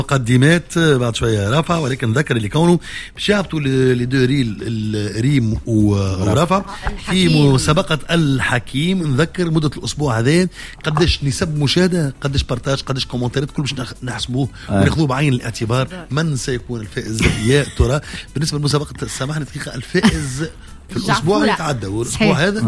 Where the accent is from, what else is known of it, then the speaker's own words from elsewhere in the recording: Tunisia; born there; تولدت في تونس من اب وام تونسيه ديما نعطي عمري لكن عمري مش صحيح